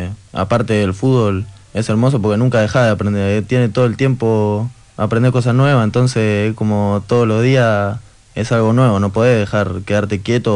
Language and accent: Spanish; Buenos Aires, Argentina; born there; Nací ahí en Pompeya.